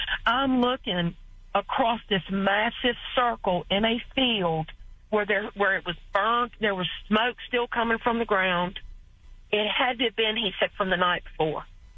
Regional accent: Virginia, United States

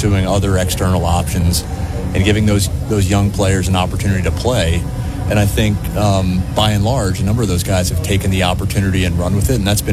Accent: Pennsylvania, United States; Well, I grew up in the Philadelphia suburbs, so it's great to be back and see family.

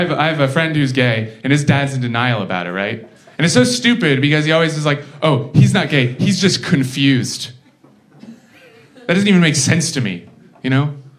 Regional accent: San Francisco, California, United States; I'm from San Francisco, and I think what I've learned recently, being from San Francisco has made me very aware.

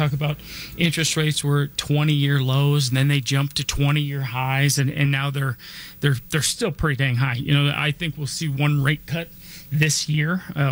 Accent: Denver, Colorado, United States; I was born and raised here in Denver.

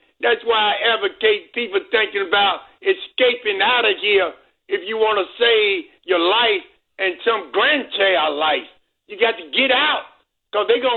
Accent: Birmingham, Alabama, United States; moved away; I grew up in Birmingham, Alabama.

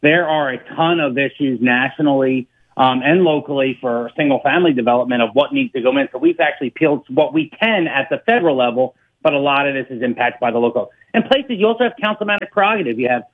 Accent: Philadelphia, Pennsylvania, United States; moved away as an adult; also born or lived in Reading, Pennsylvania; I'm from Northeast Philly, so it was the first place I lived outside of the city.

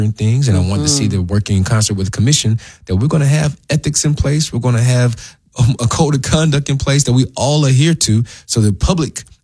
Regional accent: Memphis, Tennessee, United States; born there; I was born in Memphis.

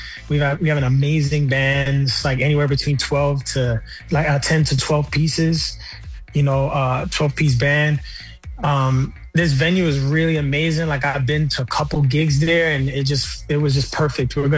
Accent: New York City, New York, United States; I'm from New York, man. I grew up in Bushwick, in Brooklyn.

